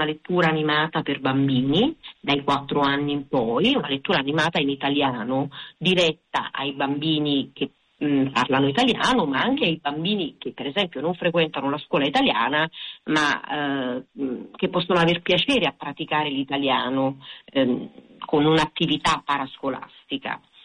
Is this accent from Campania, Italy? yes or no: yes; Pompei, Campania, Italy; also born or lived in Rome; now in Barcelona, Spain; Io sono originaria di Pompei, in provincia di Napoli.